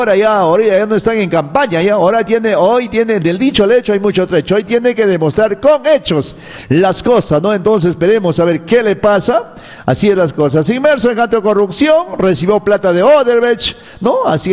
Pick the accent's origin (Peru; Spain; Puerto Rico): Peru; yo soy un ciudadano peruano, soy un cristiano